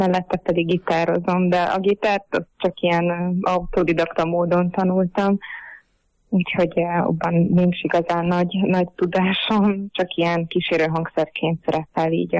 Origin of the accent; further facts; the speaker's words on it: Slovakia; az identitásom részét képezi, hogy felvidéki magyar vagyok, szlovákiai magyar vagyok